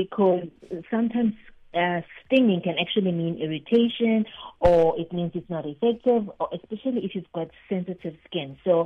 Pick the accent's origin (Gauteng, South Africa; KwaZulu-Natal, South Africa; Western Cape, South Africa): KwaZulu-Natal, South Africa; Durban; I'm from Durban.